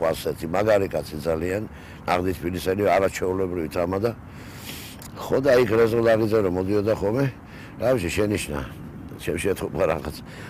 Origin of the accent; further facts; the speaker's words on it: Tbilisi, Georgia; ერთ შეულებრ ოჯახში დავებადე, თარხნიშვილის 11-ში ჩიხში, კოლორიტ ეზოში დავებადე